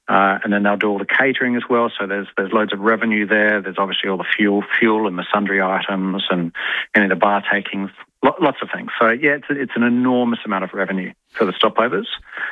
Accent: Adelaide, South Australia, Australia; I'm from Adelaide

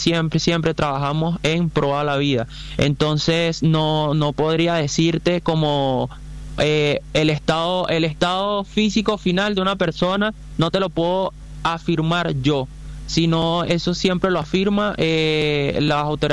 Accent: Venezuela; como venezolano aquí estamos

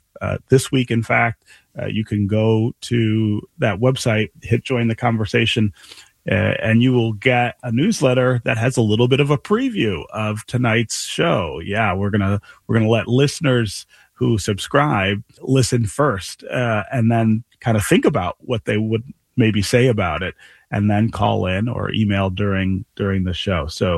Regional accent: Detroit, Michigan, United States; born there; moved away as an adult; I was born here in Detroit, but traveled around quite a bit, working in other markets for many years. I came home to Michigan in 2007. And so next year I will have been home for 20 years.

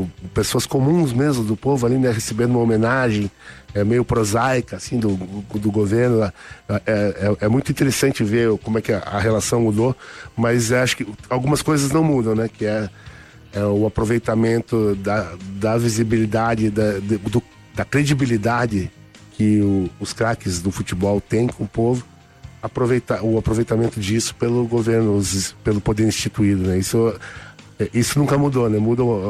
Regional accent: Paraná, Brazil; um recorte muito paranaense, tem um sotaque muito nosso, assim, a gente se reconhece muito ali nos usos, costumes, no jeito de fazer

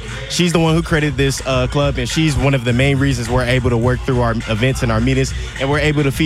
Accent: Detroit, Michigan, United States; born there; now in Atlanta, United States; I was born in Detroit, but I live in Atlanta

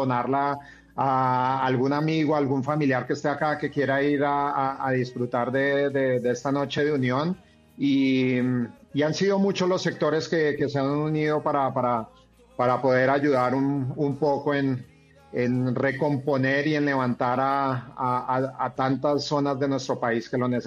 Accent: Bogotá, Colombia; now in Cali, Colombia

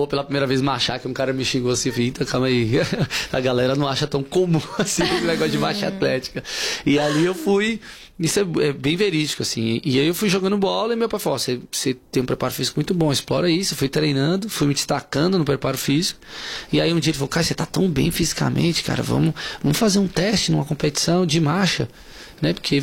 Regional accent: Brasília, Federal District, Brazil; eu sou de Brasília, né?

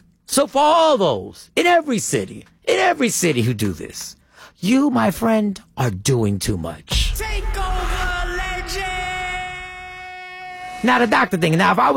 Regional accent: New Jersey, United States; also born or lived in New York; Philly is my home. Is where I started my radio career. I grew up outside in South Jersey, outside of Philly. I was born in New York

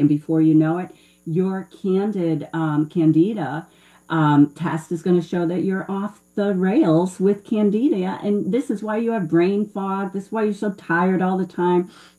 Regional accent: Ireland; I'm the Irish dietitian, so we don't count alcohol calories at Harmony with Food.

